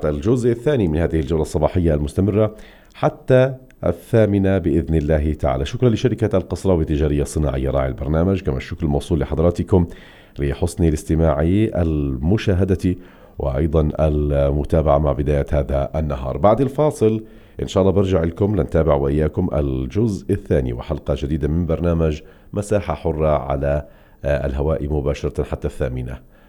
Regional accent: Palestine

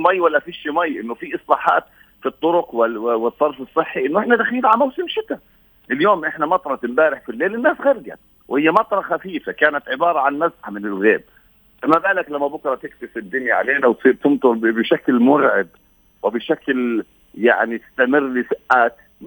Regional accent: Palestine; نحن كفلسطينيين

